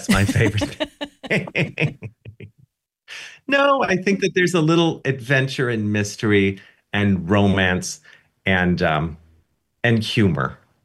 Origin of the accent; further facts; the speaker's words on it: United States; as an American